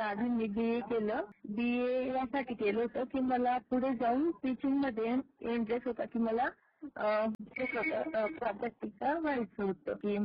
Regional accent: Sakri, Maharashtra, India; मी खान्देशकडचे आहे. तर खान्देश मधील जिल्हा आहे तेथील साक्री तालुक्यातील मी आहे.

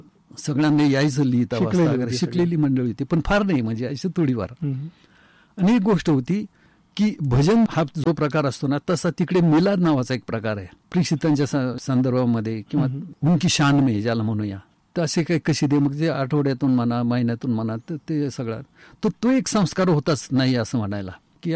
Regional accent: Nighoj, Maharashtra, India; also born or lived in Wadzire; निगोज हे आमचं मूळ गाव।

